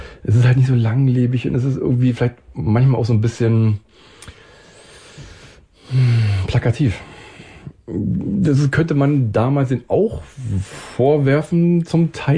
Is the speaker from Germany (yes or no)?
yes; East Germany, Germany; born there; Ich bin ja auch im Land geboren, was es gar nicht mehr gibt, wenn du so willst.